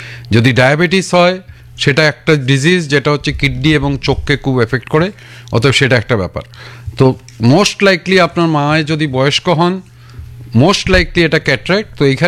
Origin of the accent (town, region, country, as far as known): India